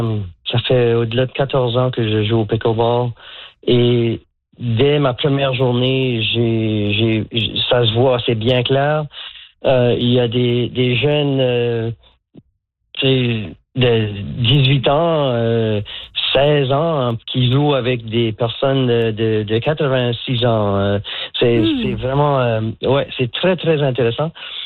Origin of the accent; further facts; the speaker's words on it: Moncton, New Brunswick, Canada; first language French; moved away as an adult; now in Nova Scotia, Canada; je suis originaire de Moncton, puis j'ai travaillé presque exclusivement en anglais depuis que je suis en Nouvelle-Écosse. Ça fait presque 40 ans. Alors, moi, ma vie, ça se passe en français. On ne parle qu'en français à la maison.